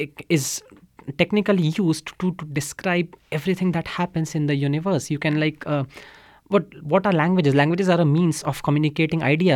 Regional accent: India; moved away; I grew up in India.

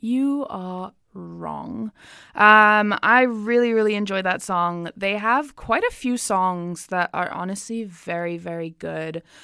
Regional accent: Seychelles; moved away; I was like, oh, I'm from the Seychelles.

